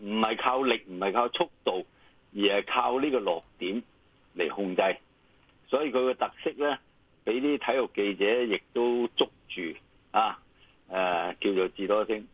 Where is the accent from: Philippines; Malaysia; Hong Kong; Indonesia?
Hong Kong